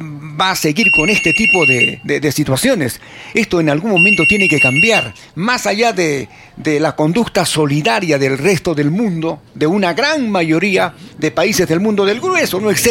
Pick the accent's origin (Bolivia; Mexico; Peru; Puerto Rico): Peru; como decimos aquí los peruanos